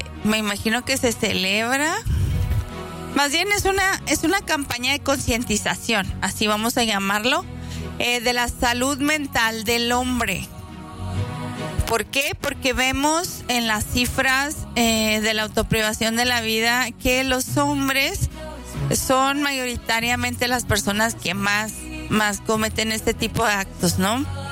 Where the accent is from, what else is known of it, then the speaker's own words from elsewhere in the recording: Mexico; como mexicanos todos estamos envueltos en esta cultura